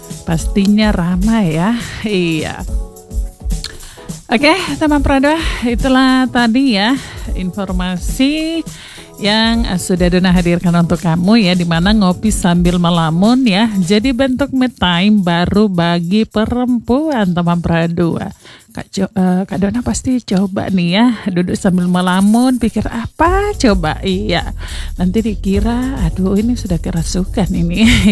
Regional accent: Merauke, South Papua, Indonesia; kita orang Merauke bilang kok duduk mono-mono di situ

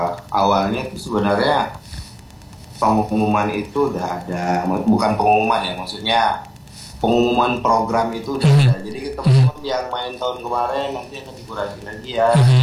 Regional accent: Jambi, Indonesia; maksudnya bukan mewakili Jambi sih sebenarnya, kebetulan aku dari Jambi aja sebenarnya

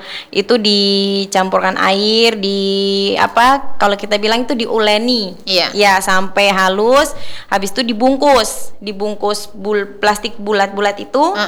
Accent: Java, Indonesia; kita orang Jawa

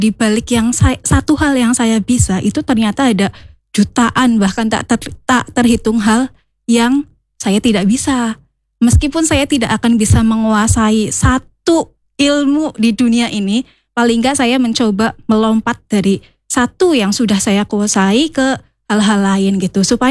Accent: Banjarnegara, Central Java, Indonesia; saya ini lahir di desa ya. Saya aslinya Banjarnegara.

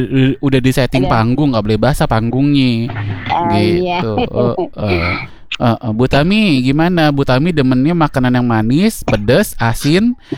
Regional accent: Jakarta, Indonesia; Kalau Aye karena kita orang Betawi Bang, kita demen yang asin, sayur asem.

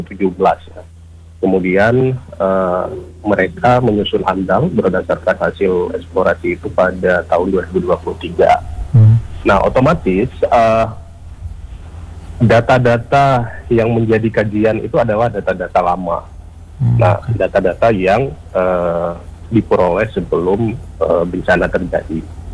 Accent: Aceh, Indonesia

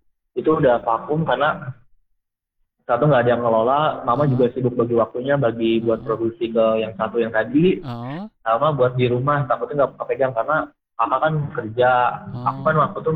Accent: Bekasi, West Java, Indonesia; born there; padahal aku sendiri pun lahirnya di Bekasi dan mama papa tuh orang Jawa Kak

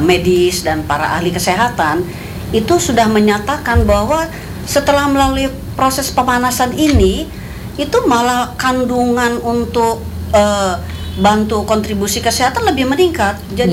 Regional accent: Lampung, Indonesia; ledes kalau kata kita orang Lampung

